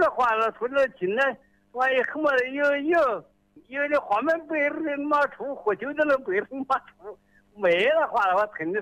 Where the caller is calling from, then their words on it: Zhongxiang, Hubei, China; 我是中县人，我是挨金门的，